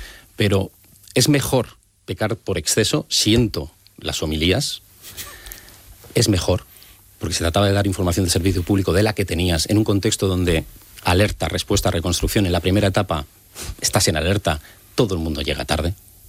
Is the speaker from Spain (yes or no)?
yes; Spain; espero el tiempo prudencial, como cualquier español, de cuando me vaya a tocar y poder hacerme la intervención.